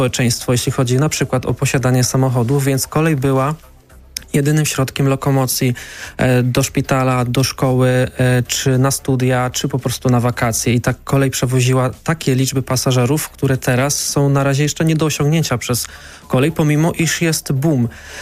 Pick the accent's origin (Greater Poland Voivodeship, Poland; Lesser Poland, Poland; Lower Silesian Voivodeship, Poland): Lesser Poland, Poland; moved away; jechałem pociągiem z Tarnowa w kierunku Nowego Sącza, w moje rodzinne strony. Pozdrawiam Ciężkowice, Bogoniowice.